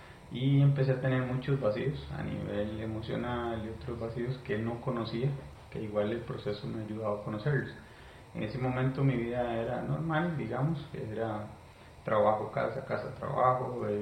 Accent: El Guarco, Cartago, Costa Rica; born there; yo nací en una provincia de acá de Costa Rica que se llama Cartago, específicamente en el Guarco.

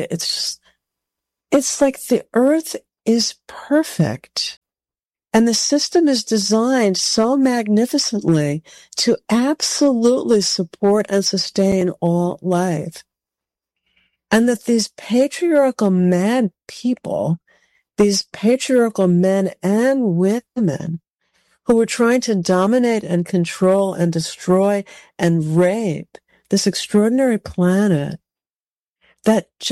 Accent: United States; I'm an American Jew

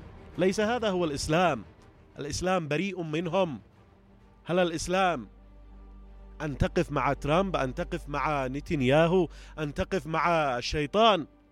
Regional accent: Yemen; وعندنا في اليمن كم يا منافقين.

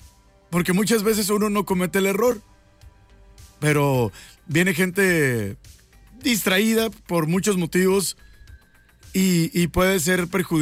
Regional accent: Ensenada, Baja California, Mexico; de los que somos de Ensenada.

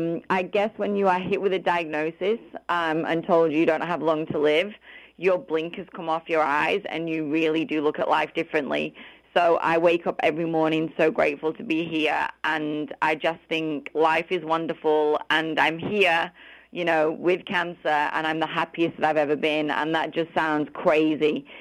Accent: England, United Kingdom; now in Australia; But I'm actually originally from England. So if I lived in England

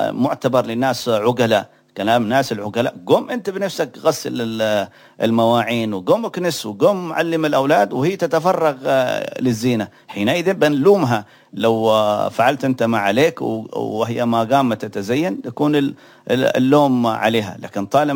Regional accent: Yemen; وخصوصا عندنا في اليمن كنا نعرف حاله أنهن يقومن بخدمة البيوت

